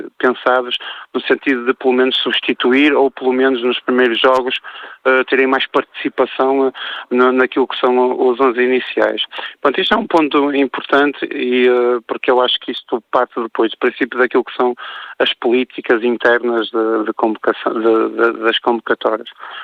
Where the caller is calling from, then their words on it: Portugal; estou a falar daquilo que é a nossa cultura enquanto português.